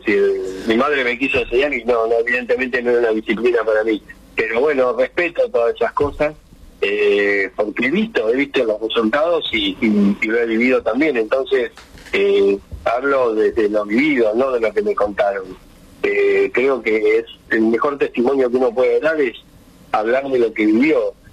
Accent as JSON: {"language": "Spanish", "region": "Buenos Aires", "country": "Argentina", "tie": "born there", "moved": "as an adult", "said": "yo soy pompeño, que vengo de Buenos Aires, si bien hace 28 años que estoy acá, pero soy porteño, nací en Capital Federal"}